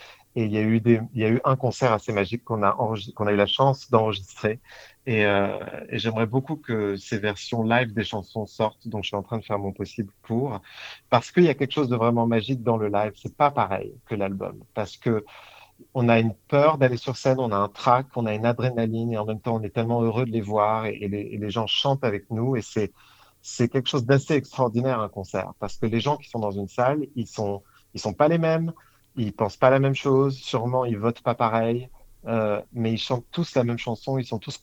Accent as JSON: {"language": "French", "town": "Paris", "region": "Île-de-France", "country": "France", "said": "parce que je suis parisien"}